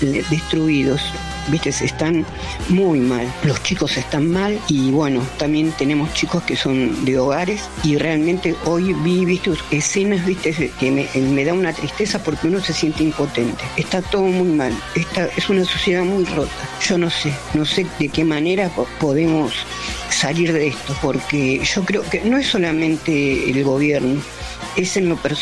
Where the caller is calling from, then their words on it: Florencio Varela, Buenos Aires Province, Argentina; de Florencio Varela.